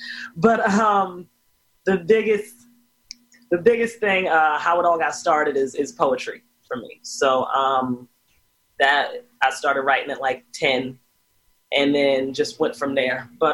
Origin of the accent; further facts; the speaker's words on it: Baltimore, Maryland, United States; also born or lived in Oakland; I'm from Baltimore, Maryland.